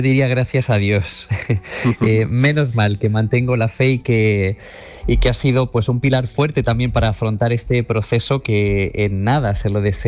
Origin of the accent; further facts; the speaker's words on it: Granada, Andalusia, Spain; moved away; Yo soy granadino, desde niño me ha acompañado.